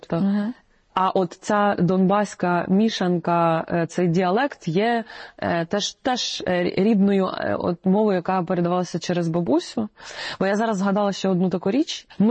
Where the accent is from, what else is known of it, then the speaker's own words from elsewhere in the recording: Russia; moved away; я з Російщини українка